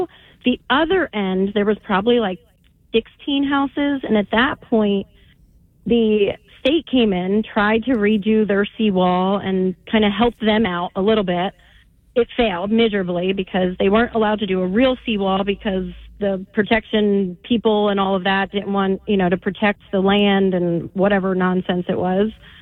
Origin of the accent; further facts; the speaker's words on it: Ventnor, New Jersey, United States; I grew up down in Ventnor